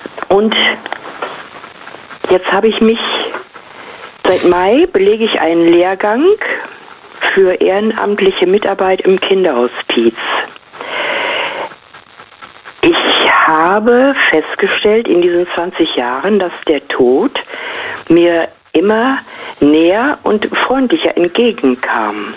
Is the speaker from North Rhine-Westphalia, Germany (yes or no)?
yes; Kalletal, North Rhine-Westphalia, Germany; in der Nähe von Kalletal-Erder. Ich bin also praktisch wieder zurückgegangen, so einen Schritt in meine Heimat und habe mich da sau wohl gefühlt.